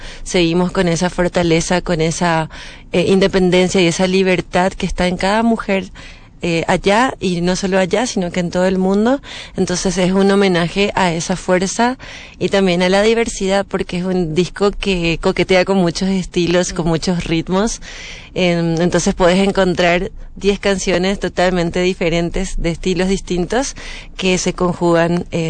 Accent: Paraguay; Yo creo que en la capital, en Asunción, estamos más influenciados por lo que pasa en Argentina

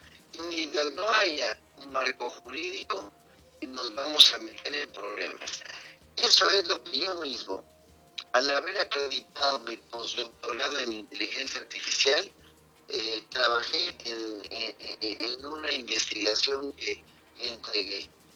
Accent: Mexico; yo como dirigente estatal del Partido del Trabajo, también como mexicano

